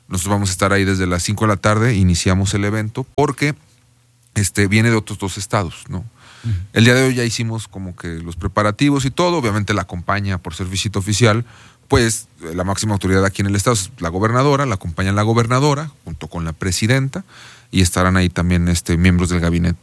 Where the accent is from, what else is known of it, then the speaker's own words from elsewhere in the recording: Aguascalientes, Mexico; yo nací y crecí en La Purísima.